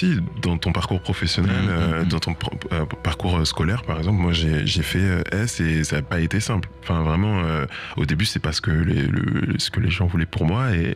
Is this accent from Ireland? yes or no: no; France; être encore mieux en tant que Français